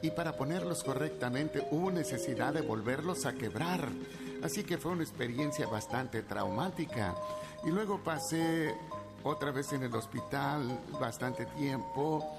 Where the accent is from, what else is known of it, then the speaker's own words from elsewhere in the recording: Mexico; moved away; la Ciudad de México, mi país de origen.